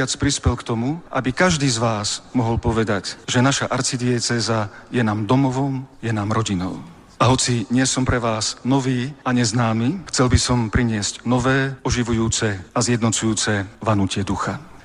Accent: Košice, Košice Region, Slovakia; Narodil som sa v Košiciach. Tu som prežil väčšinu svojho života i svojej kňazskej a biskupskej služby. Tu som doma

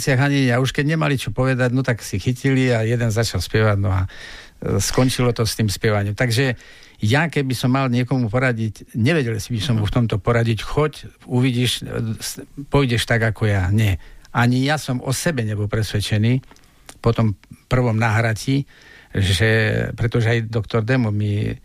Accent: Telgárt, Banská Bystrica Region, Slovakia

